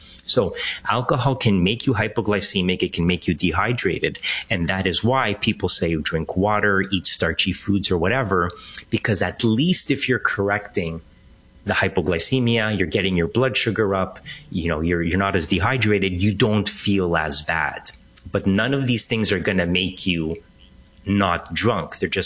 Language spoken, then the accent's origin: English; Canada; born there; I tend to go to Greece in the summer, because that's where my family is from originally. I was born here in Canada